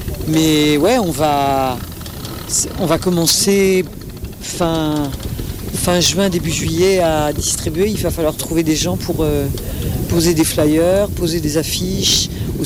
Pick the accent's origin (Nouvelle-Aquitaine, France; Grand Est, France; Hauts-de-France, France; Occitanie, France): Occitanie, France; Sète; si on me dit, mais t'es d'où ? Je dis, bah, de Sète. Oui, mais t'es d'où ? Bah, je suis de Sète.